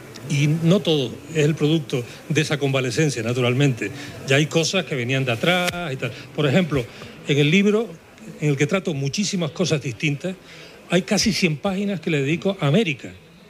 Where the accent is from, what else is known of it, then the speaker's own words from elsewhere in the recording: San Cristóbal de La Laguna, Canary Islands, Spain; also born or lived in Tijoco de Abajo, Adeje; allí, naturalmente, donde yo nací, ¿no? No podía ser de otra forma. Y realmente estuve unos meses en Tijoco, ¿no? Toda mi vida la he desarrollado en La Laguna, en realidad. O sea, que me siento realmente, fundamentalmente lagunero